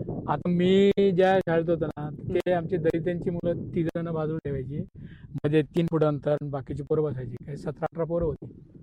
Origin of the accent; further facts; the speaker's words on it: Chikhalgaon, Maharashtra, India; माझं चिखलगाव म्हणून अकोला जिल्ह्यामध्ये गाव आहे, चिखलगाव. तर तिथं माझं सगळं बालपण, जन्म तिथलं आहे, 4th पर्यंत शिक्षण तिथंच झालं. आणि प्रचंड गरिबी, म्हणजे गाव कोसाव्याचे जे जगणं आमचं त्यावेळेचं काळ, तो 47 जन्म आहे माझा.